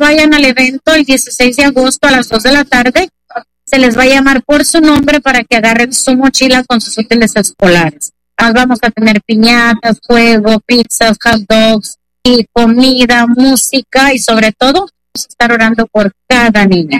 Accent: Pareo, Michoacán, Mexico; also born or lived in Phoenix, Arizona; now in United States; Soy de Pareo, Michoacán.

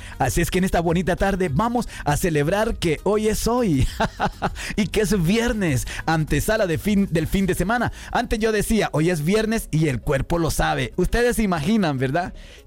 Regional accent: Honduras; now in United States; Y uno de los países es mi pueblo, mi país, Honduras. No ha llovido, hermano.

